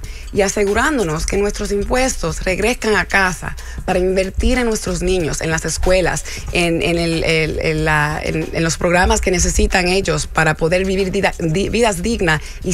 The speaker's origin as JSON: {"language": "Spanish", "country": "Dominican Republic", "lives_now": "New York, United States", "said": "Yo soy dominicana."}